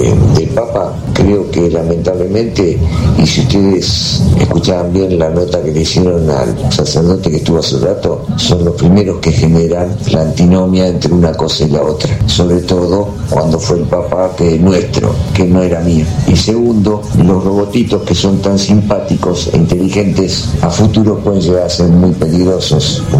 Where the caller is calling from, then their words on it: La Plata, Buenos Aires Province, Argentina; de La Plata